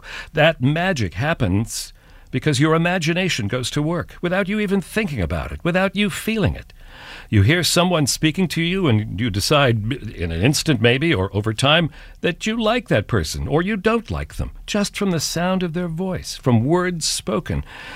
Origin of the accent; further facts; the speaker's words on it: Scottsbluff, Nebraska, United States; now in New York, United States; This is the end of a journey for me in broadcasting that began nearly 50 years ago in my hometown of Scotts Bluff, Nebraska